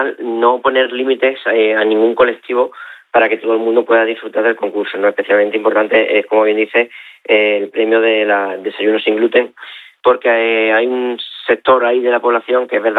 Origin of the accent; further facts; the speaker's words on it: Badajoz, Extremadura, Spain